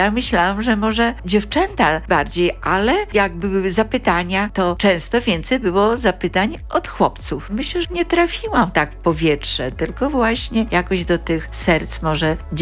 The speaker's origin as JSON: {"language": "Polish", "town": "Jeziorki", "region": "Podlaskie Voivodeship", "country": "Poland", "said": "mojej wsi Jeziorki, jak i okolice Augustowa"}